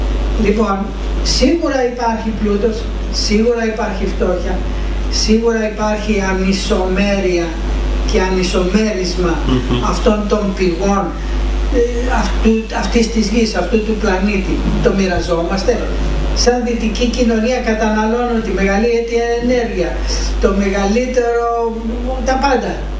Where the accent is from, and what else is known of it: Greece